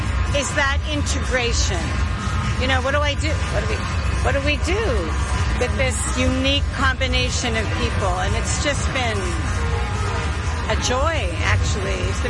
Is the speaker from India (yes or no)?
no; Canada; now in New York, United States; I moved to New York. I'm from Canada.